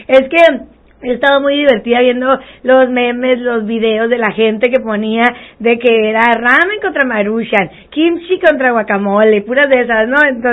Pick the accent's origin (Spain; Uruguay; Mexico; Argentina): Mexico; la afición que tenemos en México